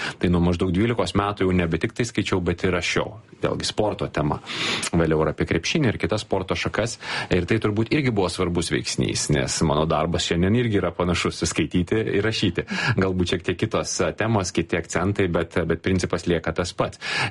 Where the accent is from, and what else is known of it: Vilnius, Vilnius County, Lithuania; born or raised there